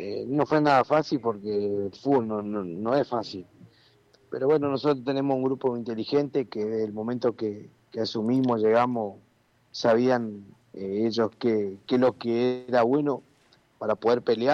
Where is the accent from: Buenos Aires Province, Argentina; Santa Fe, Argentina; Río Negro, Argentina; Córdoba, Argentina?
Río Negro, Argentina; my province; ¿Todo tranquilo acá en mi provincia?